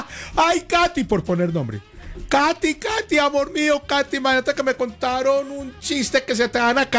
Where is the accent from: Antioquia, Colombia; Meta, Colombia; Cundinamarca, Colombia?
Antioquia, Colombia; Yo soy paisa, gracias a Dios.